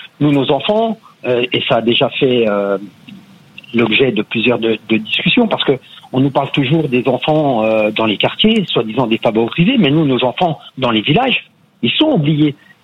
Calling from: Bourgogne-Franche-Comté, France; moi j'habite le petit village de Courcelles-lès-Quinger, donc on est à 25 km de Besançon.

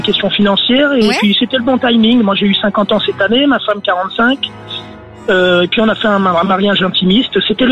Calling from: Pégomas, Provence-Alpes-Côte d'Azur, France; moi j'habite à Pégoma dans les Alpes-Maritimes

